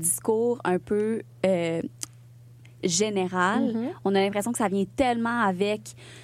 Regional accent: Trois-Rivières, Quebec, Canada; moi, je viens de Trois-Rivières.

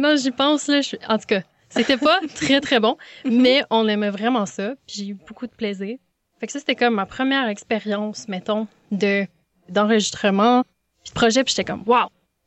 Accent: Montreal, Quebec, Canada; accent: Québécois; also born or lived in Denmark; Moi, je suis une artiste de Montréal. Je suis née au Danemark, mais j'ai grandi vraiment à Montréal. C'est pour ça que j'ai le gros accent québécois.

